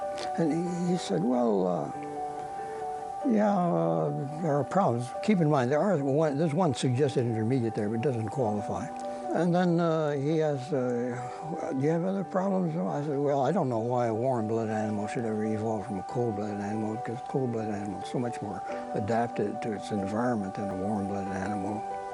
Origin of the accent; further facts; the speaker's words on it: Haiti; also born or lived in Switzerland / France; I was born in Switzerland, grew up there for a few years, went to France for 1 year, went to France for Haiti, where I spent most of my young childhood and mid-years of youth there.